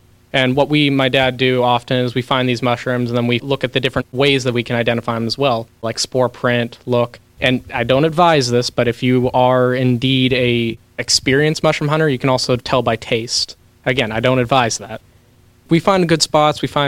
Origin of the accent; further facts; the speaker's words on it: Natrona Heights, Pennsylvania, United States; I'm 18 years old, and I'm from Natrona Heights.